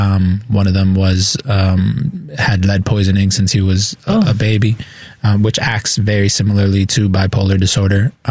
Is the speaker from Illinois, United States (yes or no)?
yes; Chicago, Illinois, United States; I was born and raised in Pilsen, so to two working immigrant parents. My mom cleaned houses. My dad was a truck driver.